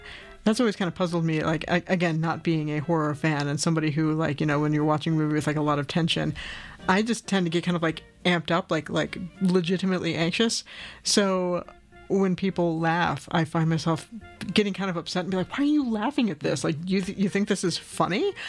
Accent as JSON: {"language": "English", "region": "Rust Belt", "country": "United States", "tie": "born or raised there", "said": "when you're born and raised in the Rust Belt, you just kind of have a propensity towards a little bit of a black humor."}